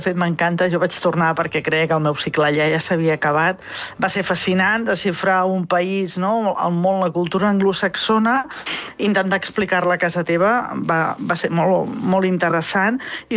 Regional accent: Reus, Catalonia, Spain; sí, soc de Reus, que consti.

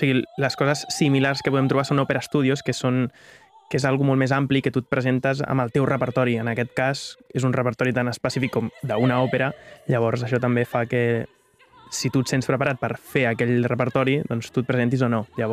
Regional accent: Sabadell, Catalonia, Spain; jo sóc de Sabadell, llavors des de petit ja coneixia l'escola d'òpera

